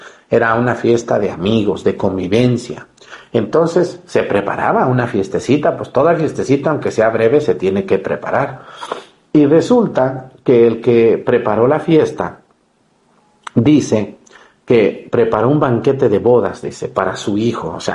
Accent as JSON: {"language": "Spanish", "town": "Mexticacán", "region": "Jalisco", "country": "Mexico", "tie": "born there"}